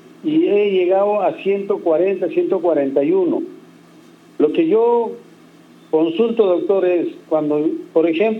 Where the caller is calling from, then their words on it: Lima, Peru; Estoy llamando de La Molina. Tengo 71 años.